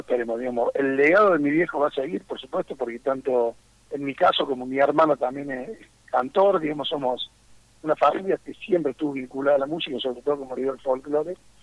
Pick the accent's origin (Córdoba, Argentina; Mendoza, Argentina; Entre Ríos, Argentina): Córdoba, Argentina; Río Tercero; en esta ciudad, sobre todo, que tanto quiero, en la que soy nativo